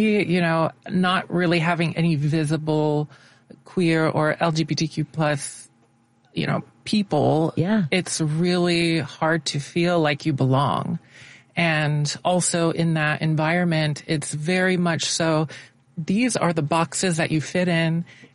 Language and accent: English; Athens, Tennessee, United States; moved away as an adult; now in Chicago, United States; I originally am from rural East Tennessee, tiny little town called Athens.